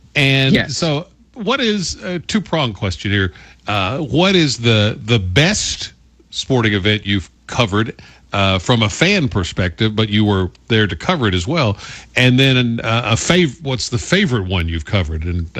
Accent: Paris, Kentucky, United States; It's still there in my hometown of Paris

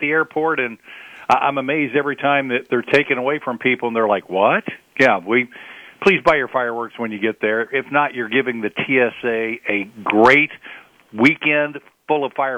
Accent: United States; born there; I won the lottery by being born an American.

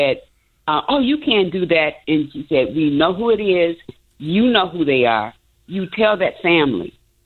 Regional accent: Chicago, Illinois, United States; now in Cypress, California, United States; that's my hometown

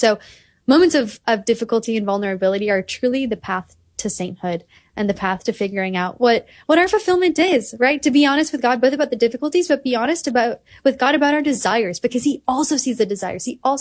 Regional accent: Wisconsin, United States; moved away as an adult; now in Washington, D.C., United States; I moved 1,000 miles away from home. I live now in the DC area and I grew up in Wisconsin

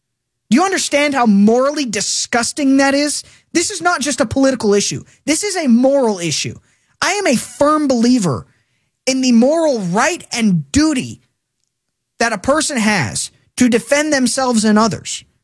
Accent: United States; I'm an American in the greatest city, in the greatest state, in the greatest country on this earth.

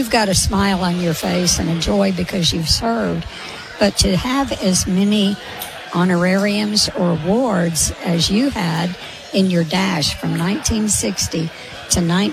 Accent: Arkansas, United States; I'm from Arkansas.

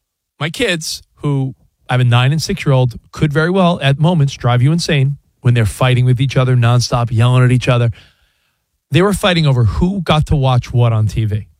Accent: New York, United States; I'm from New York. I knew a Caglioni.

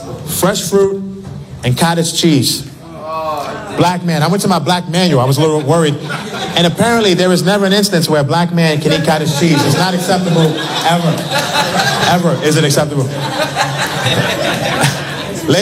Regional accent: Brooklyn, New York, United States; now in Los Angeles, United States; But I'm from Brooklyn, New York, you know, and now I live in L.A. It's not exactly the same where I live. I live in the Valley, San Fernando Valley, you know what I mean?

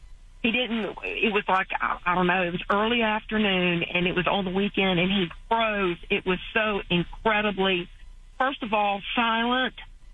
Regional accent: Virginia, United States

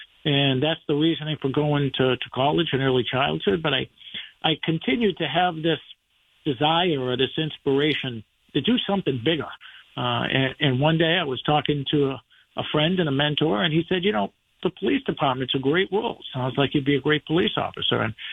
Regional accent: Boston, Massachusetts, United States; I grew up in Jamaica Plain.

